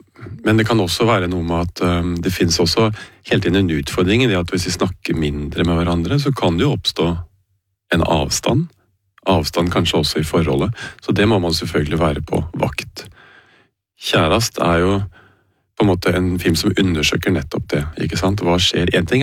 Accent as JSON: {"language": "Norwegian", "region": "Oslo", "country": "Norway", "said": "Jeg kom fra Bolteløkka, fineste plassen på jord."}